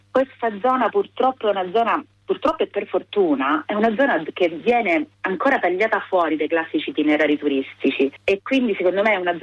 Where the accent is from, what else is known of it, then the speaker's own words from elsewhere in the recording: Castanea, Sicily, Italy; io sono di Castanea, come anche Gianni, quindi ovviamente la zona del cuore per me è questa, è Castanea. è la zona praticamente di Messina che si affaccia sullo stretto.